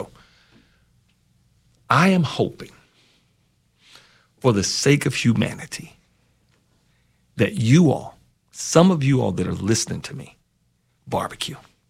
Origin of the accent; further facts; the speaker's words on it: United States; I'm an American through and through